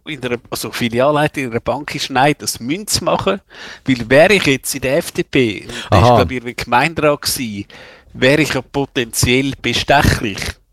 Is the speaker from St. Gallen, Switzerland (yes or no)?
no; Kappel am Albis, Zurich, Switzerland; ich kann sagen, Kappel am Albis ist jetzt, ja, da bin ich irgendwo aufgewachsen in der Nähe